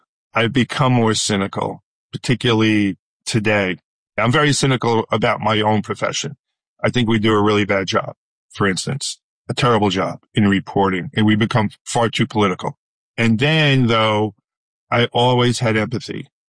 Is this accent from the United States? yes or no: yes; New York, United States; You know, I started out, I'm from New York. I started out at a radio station in New York, WNW, had a really great newsroom.